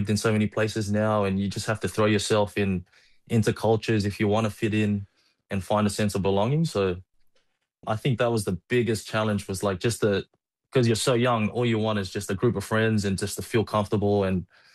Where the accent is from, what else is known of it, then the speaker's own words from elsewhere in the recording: New South Wales, Australia; So obviously you're surrounded by the NRL when you're you're growing up in Australia, so you always wanted to try it.